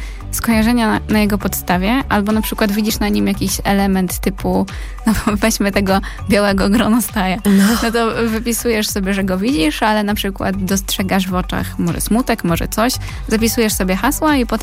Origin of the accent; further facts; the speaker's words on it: Roztocze, Poland; jakąś taką wieś z mojego dzieciństwa, z Roztocza.